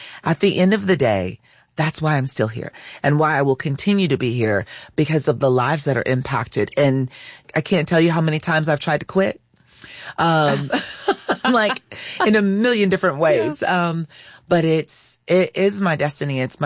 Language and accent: English; California, United States; moved away; also born or lived in Arkansas / Kentucky; So I'm from California. My oldest was born in California. My family is from Arkansas.